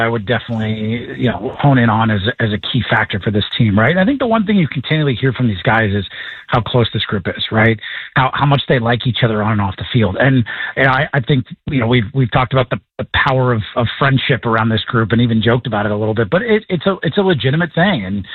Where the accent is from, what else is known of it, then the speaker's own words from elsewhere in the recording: Miami, Florida, United States; Keep in mind, I am from Miami.